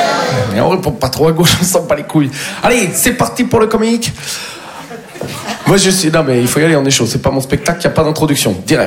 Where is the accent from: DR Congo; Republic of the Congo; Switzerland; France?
France; Nouvelle-Aquitaine; Moi, je viens du Poitou-Charente. Tout le monde s'en bat les couilles de nous, quoi.